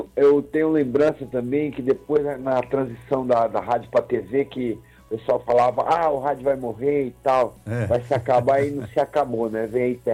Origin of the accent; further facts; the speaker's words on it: Manaus, Amazonas, Brazil; moved away as an adult; now in Fortaleza, Brazil; eu sou de Manaus, estou em Fortaleza há 2 anos